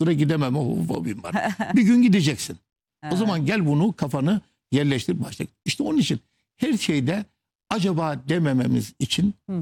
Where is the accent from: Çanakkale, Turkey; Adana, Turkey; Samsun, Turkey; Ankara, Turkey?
Samsun, Turkey; Terme; Karadeniz'den getirdiğimiz. Ben Samsun Termeliyim.